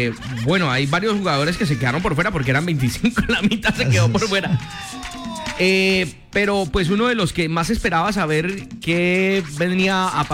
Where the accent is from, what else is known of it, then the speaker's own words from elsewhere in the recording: Colombia; como buenos colombianos que somos.